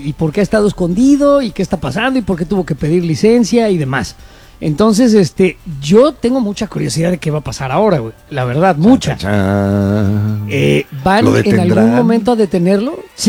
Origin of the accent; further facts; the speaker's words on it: Mexico; Pero yo prefiero, como mexicano, la verdad, que se haga algo en contra de los narcotraficantes